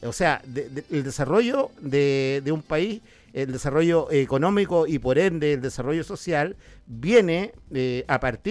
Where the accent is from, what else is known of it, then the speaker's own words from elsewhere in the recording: Chile; cómo podríamos como chilenos desarrollarnos un poco en ese sentido.